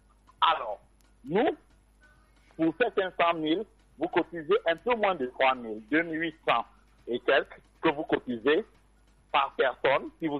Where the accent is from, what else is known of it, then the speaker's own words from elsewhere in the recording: Cameroon; Nous sommes des Camerounais, nous sommes très battants, nous sommes très dynamiques et nous faisons des tontines pour pouvoir anticiper sur les coûts de la vie.